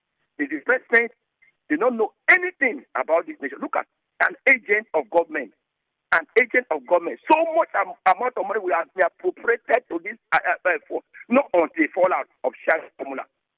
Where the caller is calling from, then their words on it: Bori, Rivers, Nigeria; I'm calling you from Bori.